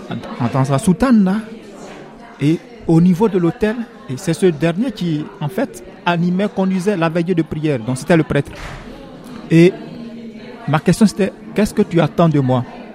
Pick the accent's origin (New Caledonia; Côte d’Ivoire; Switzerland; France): Côte d’Ivoire; je suis originaire de la Côte d'Ivoire, là, j'ai 36 ans, je suis le fils aîné d'une famille de 7 enfants. Alors, je ne viens pas d'une famille chrétienne